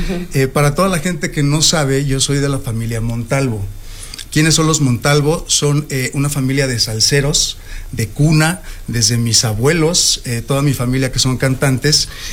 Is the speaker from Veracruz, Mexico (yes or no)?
yes; Veracruz, Mexico; Hecho en México, ¿no? Sí. Veracruz.